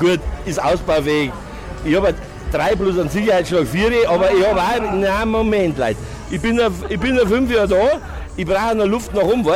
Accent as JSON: {"language": "German", "region": "Bavaria", "country": "Germany", "tie": "born or raised there", "said": "Ich bin also aufgewachsen, ich bin in Niederbayern im Verkehr geboren. Und das kriege ich nicht raus."}